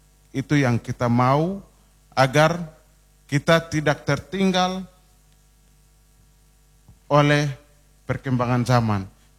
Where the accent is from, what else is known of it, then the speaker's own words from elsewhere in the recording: South Papua, Indonesia; Khusus untuk kita di Kabupaten Merauke